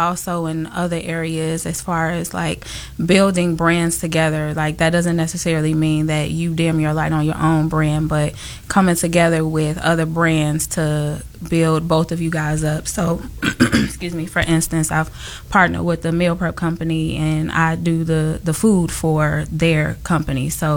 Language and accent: English; Chicago, Illinois, United States; So I am from Chicago.